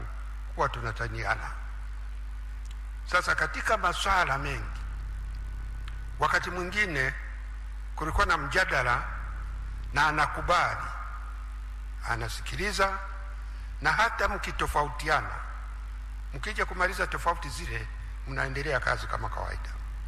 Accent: Mara, Tanzania; natoka Mara

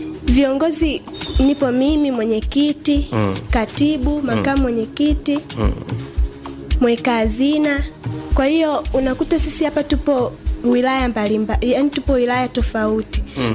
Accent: Ulanda, Iringa, Tanzania; Mimi hapa natoka kata ya Ulanda.

